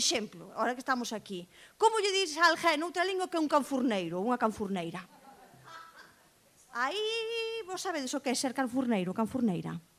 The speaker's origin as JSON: {"language": "Galician", "town": "Maniños", "region": "Galicia", "country": "Spain", "said": "Miradme a min, que son de Maniño, sabedes onde está. Dudeastes un pouquiño, Son de Maniños, estou viva, mirade que lingua teño."}